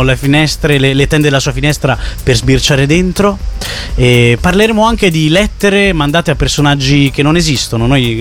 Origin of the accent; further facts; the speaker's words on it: Milan, Lombardy, Italy; io sono di Milano.